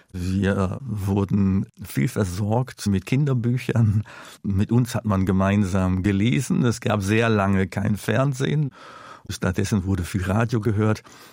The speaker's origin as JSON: {"language": "German", "town": "Duisburg", "region": "North Rhine-Westphalia", "country": "Germany", "tie": "born or raised there", "said": "Ja, Duisburg ist natürlich bis heute berühmt berüchtigt, und ich bin aufgewachsen in Duisburg-Marxloh. Das ist der berüchtigste Stadtteil bis heute."}